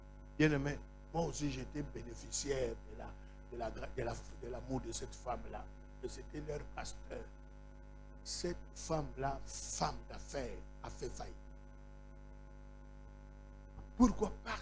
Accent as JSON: {"language": "French", "region": "Kinshasa", "country": "DR Congo", "said": "aujourd'hui, chez nous, à Kinshasa, moi, je suis de Kinshasa."}